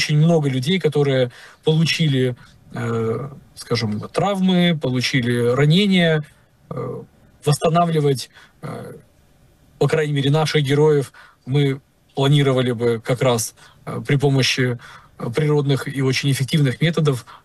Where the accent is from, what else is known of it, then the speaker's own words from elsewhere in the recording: Crimea, Ukraine; now in Kyiv, Ukraine; Моя семья живет в Киеве, мы сами из Крыма, и мы без моря жить не можем.